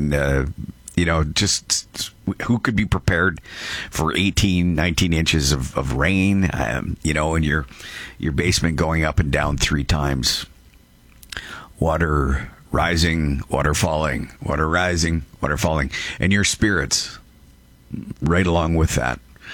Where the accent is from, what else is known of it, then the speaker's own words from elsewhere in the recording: Brantford, Ontario, Canada; they were in my hometown of Brantford, too.